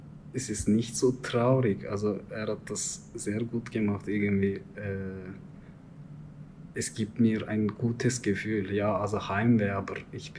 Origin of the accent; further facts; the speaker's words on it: Turkey; German is a second language; now in Switzerland; ich bin Türke, also nicht böse gemeint, aber ich bin Türke und ich kann mich gar nicht als Schweizer oder so identifizieren irgendwie. Also ich gehöre zu türkischer Kultur